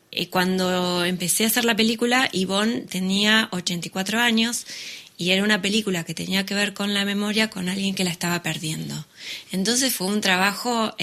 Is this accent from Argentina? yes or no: yes; Argentina